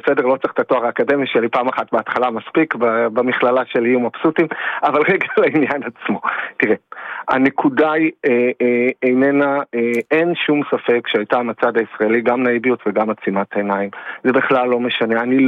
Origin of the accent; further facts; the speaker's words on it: Nir Oz, Southern District, Israel; now in Be'eri, Israel; אני חייתי שנים, חיינו בנגב המערבי, אני הלא בן קיבוץ נירוז וחבר בערי, כל חיי אני שם